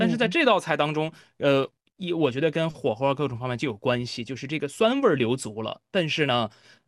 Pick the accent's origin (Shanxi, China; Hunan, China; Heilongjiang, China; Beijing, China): Shanxi, China; 我本身是个山西人，